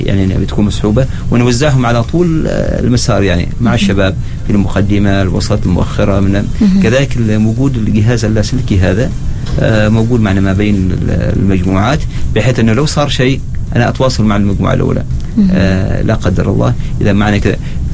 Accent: Oman; معنا في سلطة عمان

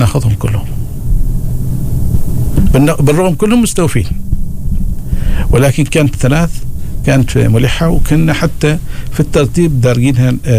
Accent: Muttrah, Muscat Governorate, Oman; born there; وأنا أحيانا لما أروح على مطرح، أنا من مواليد مطرح يعني

